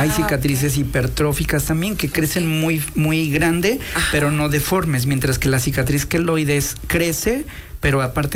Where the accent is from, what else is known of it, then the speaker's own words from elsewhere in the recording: Cuyoaco, Puebla, Mexico; now in Puebla, Mexico; vengo de Porlibles, de la Sierra Norte de Puebla, soy del municipio de Cuyoaco, y bueno, pues aquí llegamos a la ciudad de Puebla